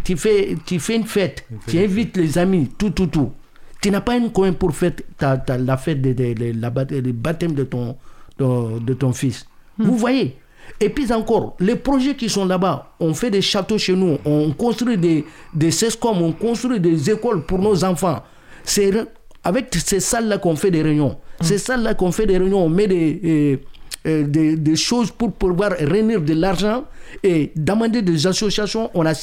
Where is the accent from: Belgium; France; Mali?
Mali; Moi, je suis Malien.